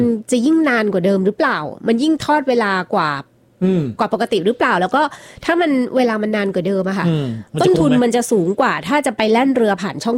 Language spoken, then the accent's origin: Thai; Chumphon, Thailand; ในฐานะที่เป็นคนใต้คนชุมพรด้วยเหมือนกันเนี่ยนะคะ